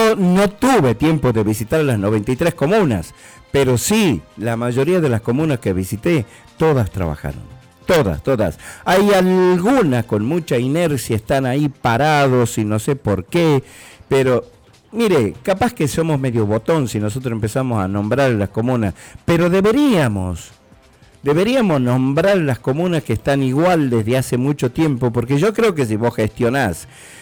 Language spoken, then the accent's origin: Spanish; Monteagudo, Tucumán, Argentina; moved away as an adult; lo que era mi pueblo, donde nací, donde viví hasta los 17 años.